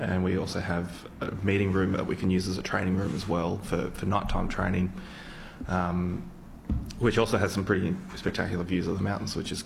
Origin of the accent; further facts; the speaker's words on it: New South Wales, Australia; now in Victoria, Australia; I grew up in New South Wales, far north New South Wales, so I used to be in the New South Wales Rural Fire Service